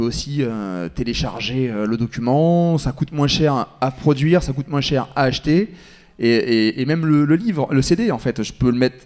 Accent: Cossé-le-Vivien, Pays de la Loire, France; j'ai grandi à Cossé

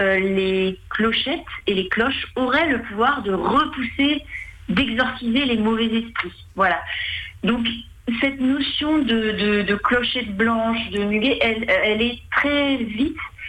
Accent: Nantes, Pays de la Loire, France; moi je suis nantaise

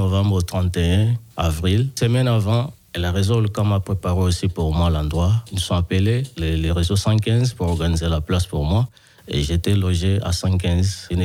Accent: DR Congo; je parle plus précisément de chez nous au Congo, au RDC.

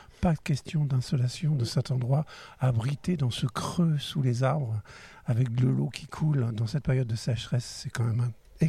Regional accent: Paris, Île-de-France, France; born there; je suis né à Ménilmontant.

